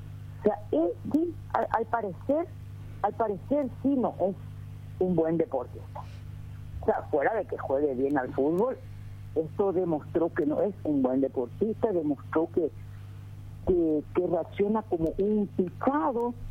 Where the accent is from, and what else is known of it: Paraguay